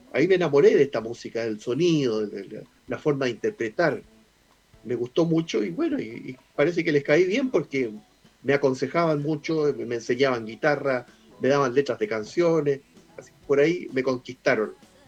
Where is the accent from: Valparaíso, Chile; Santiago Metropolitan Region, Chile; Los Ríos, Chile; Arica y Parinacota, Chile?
Valparaíso, Chile; born there; Yo nací en Valparaíso y viví algunos periodos de mi niñez en casa de mi abuelo